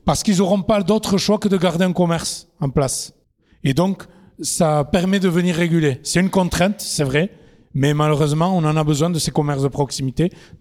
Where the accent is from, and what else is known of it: Nouvelle-Aquitaine, France